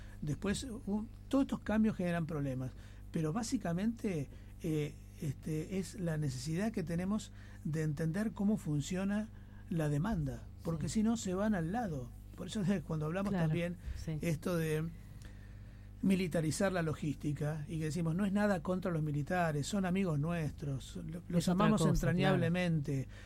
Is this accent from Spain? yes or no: no; Argentina; nosotros como argentinos